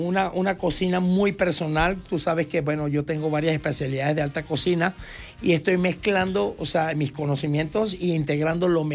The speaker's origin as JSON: {"language": "Spanish", "country": "Peru", "moved": "yes", "lives_now": "El Salvador", "said": "yo como peruano"}